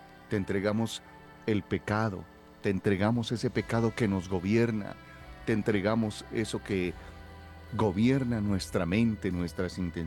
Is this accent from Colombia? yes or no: yes; Colombia